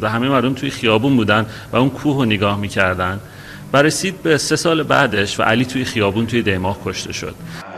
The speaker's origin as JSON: {"language": "Persian", "town": "Arak", "region": "Markazi", "country": "Iran", "tie": "born or raised there", "said": "توی شهر زادگاه من عراق"}